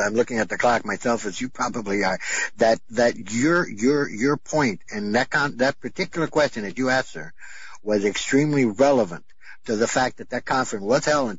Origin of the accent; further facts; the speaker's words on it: Miami, Florida, United States; from Miami, Florida.